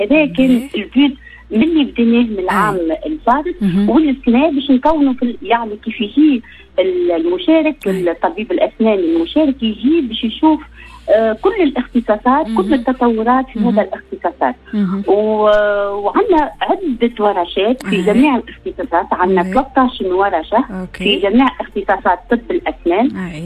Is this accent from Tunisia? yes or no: yes; Tunisia; احنا التونسية